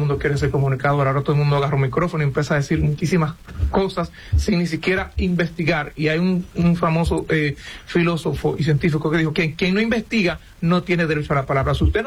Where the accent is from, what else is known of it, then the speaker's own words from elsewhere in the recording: Dominican Republic; nosotros como dominicanos no podemos denigrar quien nos ha dado seguridad durante 90 años.